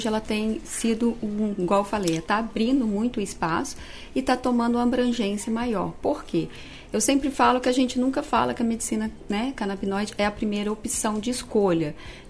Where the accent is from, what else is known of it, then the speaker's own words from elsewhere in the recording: Manhuaçu, Minas Gerais, Brazil; sou aqui de pertinho, né, eu sou mineira, de Manhuaçu